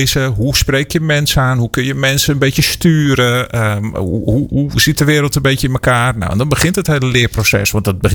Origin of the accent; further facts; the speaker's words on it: North Holland, Netherlands; Opgegroeid in de Hoornmeer achter het politiebureau.